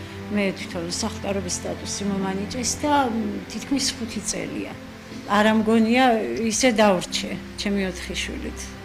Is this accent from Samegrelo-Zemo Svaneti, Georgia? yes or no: yes; Mestia, Samegrelo-Zemo Svaneti, Georgia; moved away as an adult; now in Tbilisi, Georgia; მე თვითონ მესტიიდან ვარ.